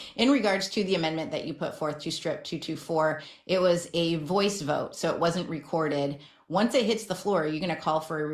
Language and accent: English; United States; It's so frustrating as an American that you're supposed to be working for us.